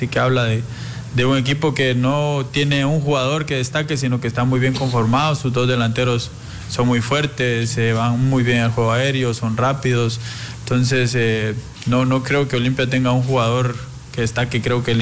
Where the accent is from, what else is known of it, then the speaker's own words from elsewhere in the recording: Guatemala; Afortunadamente hemos tenido buenos representantes, creo yo, nosotros como guatemaltecos.